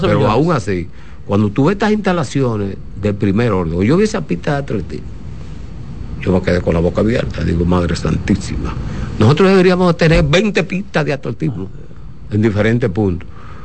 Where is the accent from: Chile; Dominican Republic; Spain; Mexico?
Dominican Republic; como dominicano he sentido la alegría